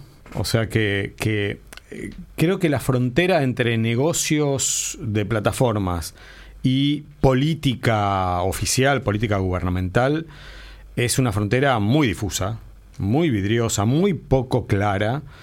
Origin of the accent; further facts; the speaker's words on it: Argentina; yo soy argentino